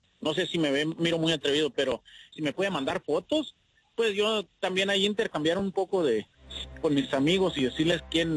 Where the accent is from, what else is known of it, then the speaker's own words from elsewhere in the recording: Phoenix, Arizona, United States; Aquí viví toda mi vida casi.